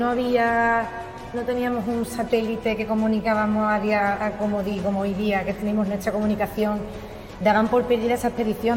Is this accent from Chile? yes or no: no; Sanlúcar de Barrameda, Andalusia, Spain; nosotros, Sanlúcar, siendo un pueblo súper importante de Andalucía